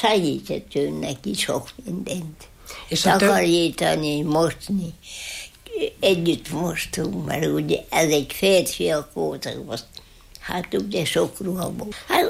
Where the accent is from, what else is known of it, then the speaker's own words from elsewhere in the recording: Parád, Heves, Hungary; born there; Én itt születtem.